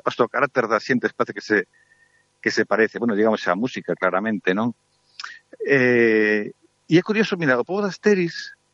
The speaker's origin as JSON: {"language": "Galician", "region": "Galicia", "country": "Spain", "said": "É algo que nos escollimos para construir a nosa identidade como galegos, que nos define, pero ao mesmo tempo nos conecta, nos internacionaliza."}